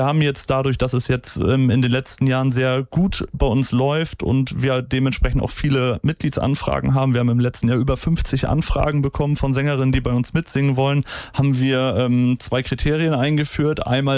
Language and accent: German; Surwold, Lower Saxony, Germany; wir sind ein Chor, wir kommen aus Suhrwold irgendwie und ja, es ist ein Dorf mit 4.000, 5.000 Einwohnern